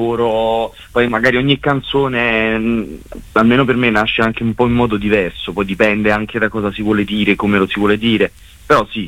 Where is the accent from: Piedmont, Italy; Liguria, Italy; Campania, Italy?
Campania, Italy; Naples; No, io sono proprio di Napoli.